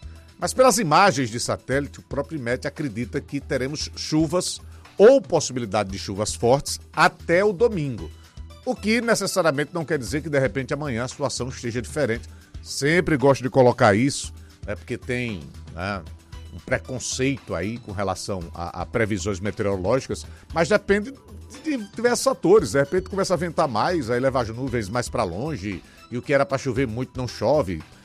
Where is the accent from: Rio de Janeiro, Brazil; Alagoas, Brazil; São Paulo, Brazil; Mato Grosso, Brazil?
Alagoas, Brazil; Maceió; nós que somos de Maceió, nós que somos do Nordeste